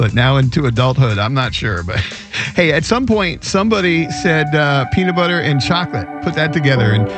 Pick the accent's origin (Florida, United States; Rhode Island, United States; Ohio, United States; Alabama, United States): Rhode Island, United States; In certain places around the country, they have those. I grew up in Rhode Island. It's a thing.